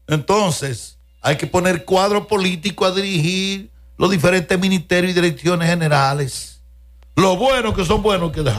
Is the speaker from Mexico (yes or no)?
no; Moca, Espaillat, Dominican Republic